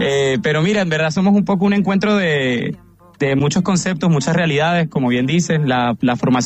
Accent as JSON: {"language": "Spanish", "country": "Colombia", "also_born_or_lived": "Venezuela / Spain", "said": "yo vivía en el sur de España cuando llegué al país, más sin embargo yo soy colombo venezolano."}